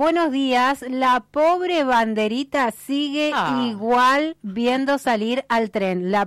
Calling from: El Bolsón, Río Negro, Argentina; del Bolsón. Acá mucho frío.

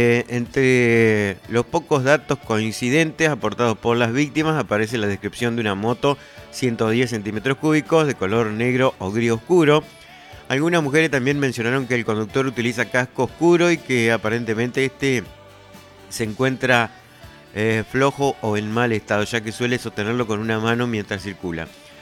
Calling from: Colonia Avellaneda, Entre Ríos, Argentina; de Colonia Avellaneda

